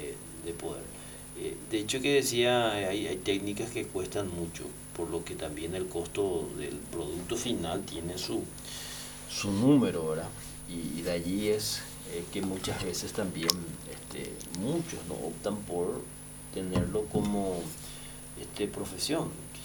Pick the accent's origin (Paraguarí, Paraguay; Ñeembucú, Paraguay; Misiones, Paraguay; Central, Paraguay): Ñeembucú, Paraguay; Pilar; nos enorgullece como paraguayos y principalmente como pilarenses